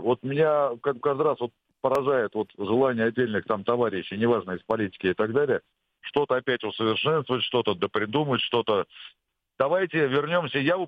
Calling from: Moscow, Russia

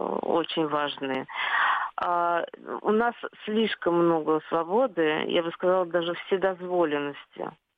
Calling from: Saint Petersburg, Russia; я из Санкт-Петербурга.

